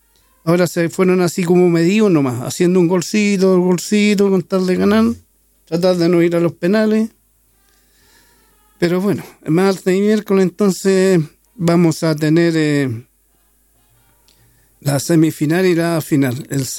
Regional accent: Chile

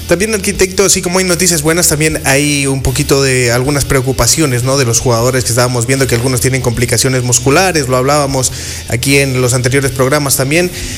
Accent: Ecuador; Y la verdad que sería para nosotros como ecuatorianos un orgullo sobre todo.

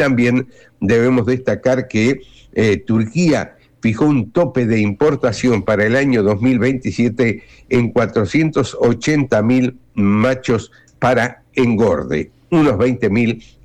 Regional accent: Uruguay

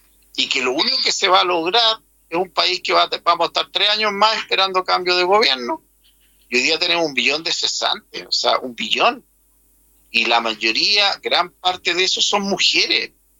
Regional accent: Chile

